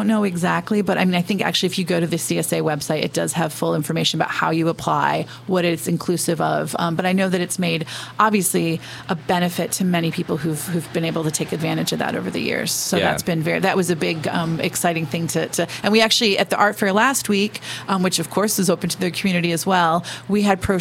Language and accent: English; Flint, Michigan, United States; also born or lived in Benzie County, Michigan; now in London, United Kingdom; So I'm from Michigan originally. I grew up in Flint, but spent every summer of my life here in Benzie County. I'm a journalist. I'm based in London in the UK now.